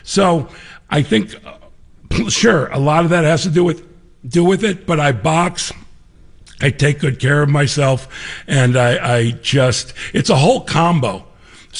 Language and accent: English; Chicago, Illinois, United States; now in Los Angeles, United States; I'm a Chicagoan, very proud.